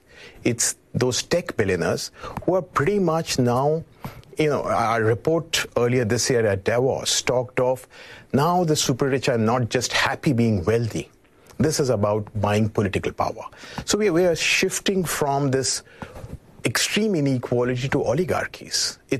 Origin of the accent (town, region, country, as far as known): India